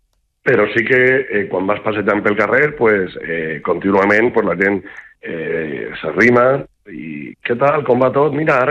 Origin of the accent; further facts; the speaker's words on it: Castalla, Valencian Community, Spain; m'agrada viure en el meu poble, que per a mi és el millor poble del món